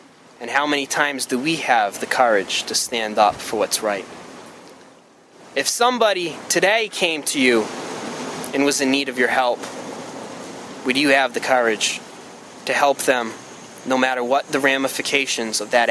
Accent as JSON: {"language": "English", "town": "Freetown", "region": "Massachusetts", "country": "United States", "tie": "born or raised there", "said": "I am from Freetown, which is not too far away from here. So I've always kind of been in this area. But ironically, even though I grew up here"}